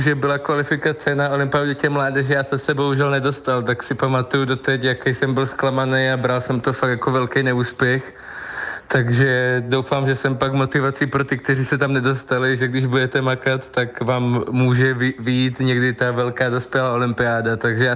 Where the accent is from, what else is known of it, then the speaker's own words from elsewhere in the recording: Zlín Region, Czechia; že jsem mohl nést vlajku ještě za Zlínský kraj, jsem hrdý na to, odkud pocházím